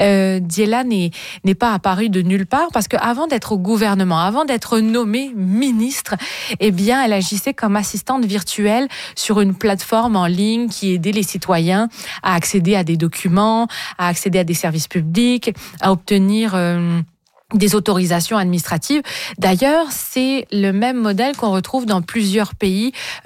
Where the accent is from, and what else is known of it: Canada